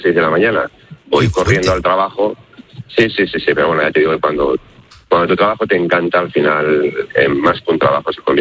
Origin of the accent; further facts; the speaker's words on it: Asturias, Spain; now in Tibi, Spain; en realidad soy asturiano, pero bueno, un asturiano viviendo en Tibi.